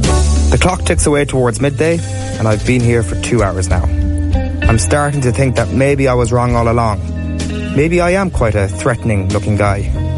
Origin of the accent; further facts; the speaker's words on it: Ireland; Now, given I am very Irish and very ginger, the main threat I have to deal with is that of sunburn.